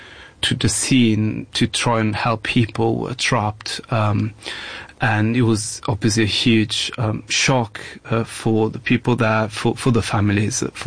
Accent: Genoa, Liguria, Italy; I was there because, as you said, I'm originally from Genoa, and I was visiting my family because it was a public holiday.

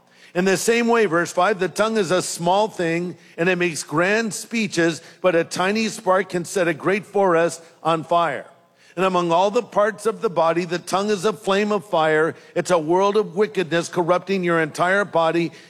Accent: California, United States; Well, listen, I'm from California, okay? So I said, honestly, I hate to admit this. I don't know how to build a fire.

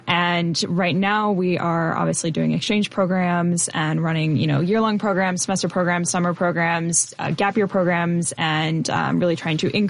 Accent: California, United States; now in Chicago, United States; I'm not actually from Chicago. I'm from California.

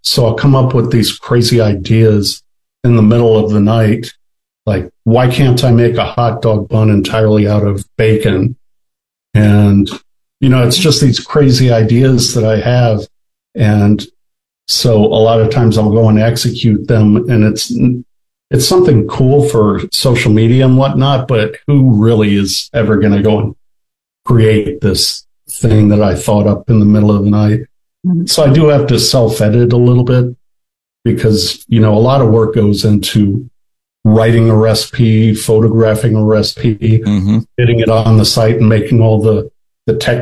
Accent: Dallas, Texas, United States; born there; also born or lived in Kansas City / Wisconsin; now in Memphis, United States; I was born in Dallas, actually lived in Kansas City for a couple of years, and am now in Memphis.

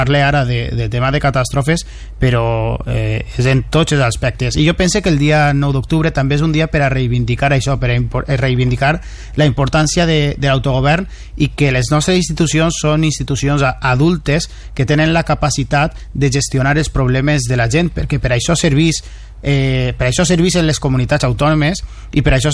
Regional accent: Valencian Community, Spain; tenim moltíssim a celebrar com a valencians

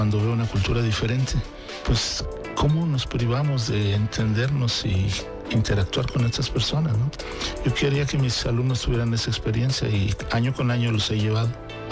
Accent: Chihuahua, Mexico; Chihuahua somos nosotros, los menonitas, los mormones, los levarones, los mestizos, los pimas, los guarojíos, todos nosotros somos Chihuahua.

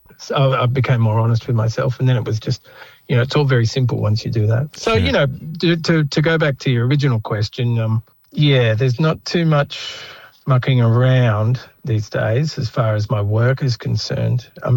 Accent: Melbourne, Victoria, Australia; born or raised there; also born or lived in Central Australia

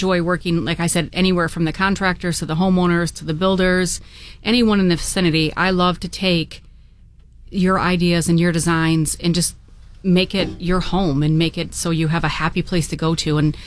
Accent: Michigan, United States; moved away as an adult; now in New England, United States; So I have been in New England for just about 20 years now. I'm a transplant from the Midwest. I grew up in Michigan. About 20 years ago, I had an opportunity to come to New England with my children

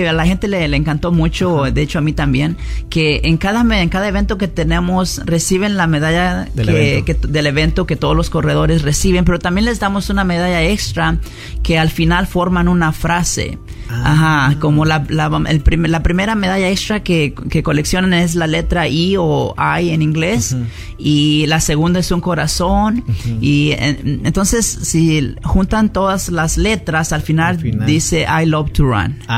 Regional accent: Mexico; moved away

